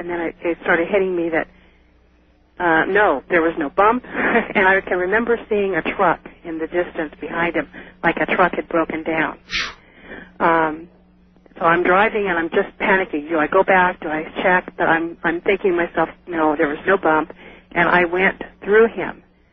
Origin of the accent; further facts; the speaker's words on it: Salinas, California, United States; moved away; Well, I moved from Salinas about 5 years ago.